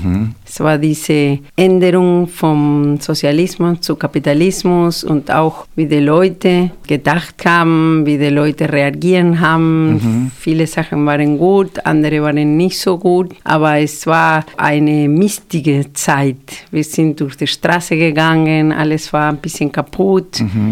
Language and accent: German; Argentina; also born or lived in Bielefeld; now in Dresden, Germany; So, ich komme aus Argentinien. Und ich wohne in Dresden seit 1994. In Deutschland bin ich 1990 erst gelandet und habe ich erst in Bielefeld gelebt und dann seit 1994 hier in Dresden.